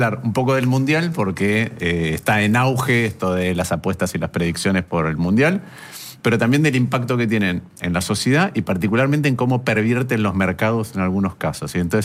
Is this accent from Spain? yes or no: no; Rosario, Santa Fe, Argentina; Yo como rosarino, que es la uruguayidad de la Argentina, digo eso.